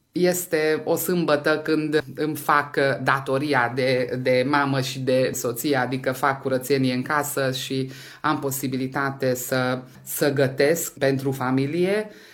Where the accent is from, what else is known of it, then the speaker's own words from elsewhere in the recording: Hungary; ne definește pe noi ca români din Ungaria.